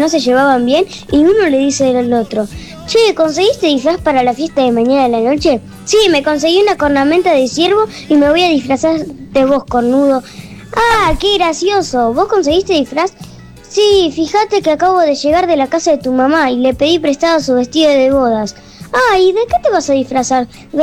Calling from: Temperley, Buenos Aires Province, Argentina; de Temperley.

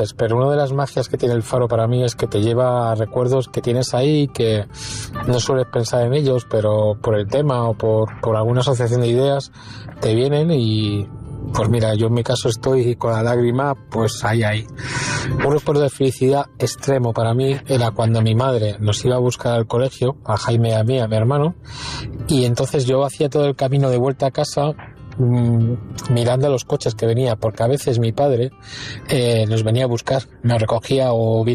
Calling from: Madrid, Community of Madrid, Spain; Hola, buenas. … de Madrid.

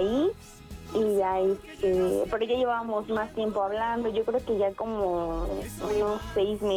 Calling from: Tlalnepantla, State of Mexico, Mexico; Hablo del Estado de México.

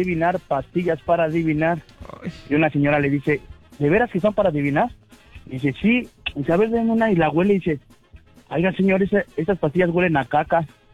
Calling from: Amecameca, State of Mexico, Mexico; De Amecameca, Estado de México

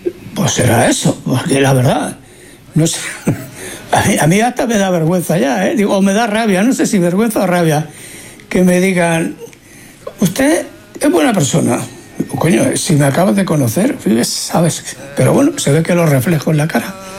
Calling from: Barcelona, Catalonia, Spain; Hola, fareros … de Barcelona.

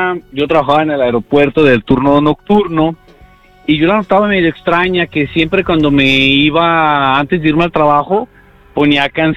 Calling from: Guadalajara, Jalisco, Mexico; De Guadalajara, Jalisco

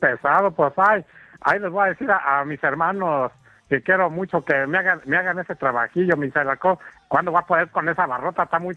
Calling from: Juan Aldama, Mexico

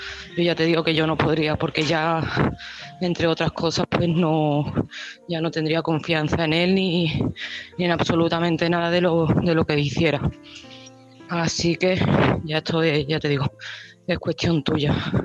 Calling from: Seville, Andalusia, Spain; de Sevilla

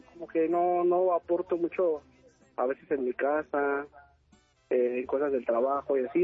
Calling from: Nezahualcóyotl, State of Mexico, Mexico; Te escucho desde Ciudad Neza, Colonia Las Águilas

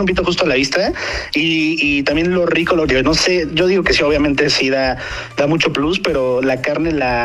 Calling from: Aguascalientes, Mexico; Del meritito Aguascalientes.

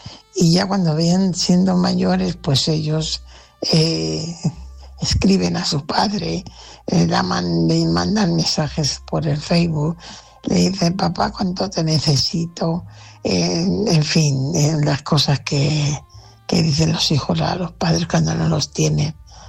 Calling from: Fuenlabrada, Community of Madrid, Spain; corresponsal de Fuenlabrada.

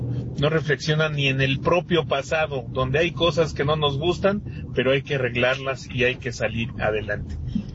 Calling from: Mexico

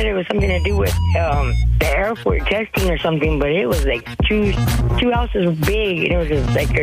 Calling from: Roswell, New Mexico, United States; I'm calling from Roswell, the alien town city.

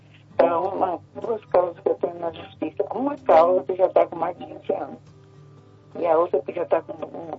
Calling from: Guarulhos, São Paulo, Brazil; Eu falo aqui de Guarulhos, São Paulo.

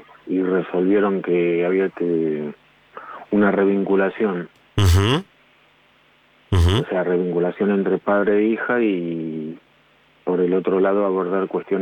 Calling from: Mar del Plata, Buenos Aires Province, Argentina

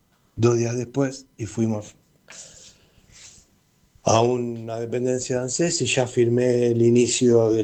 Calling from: San Justo, Buenos Aires Province, Argentina; soy de San Justo.

